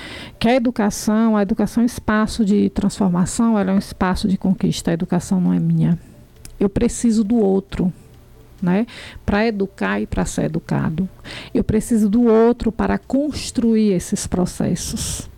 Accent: Piritiba, Bahia, Brazil; born there; Onde eu nasci e plantei a minha semente, onde eu constituí minha família.

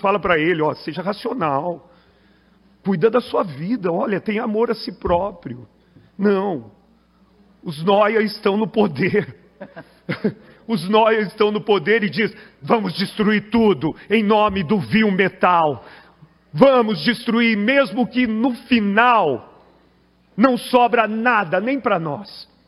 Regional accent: Paraná, Brazil; now in Juquitiba, Brazil; eu sou paranaense e encontrei lá lugar de acolhida.

